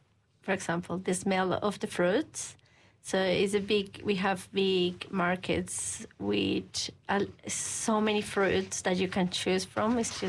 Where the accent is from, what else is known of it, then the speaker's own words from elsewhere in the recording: Chile; English is a second language; now in New Zealand; I'm from Chile, but my wife is Kiwi.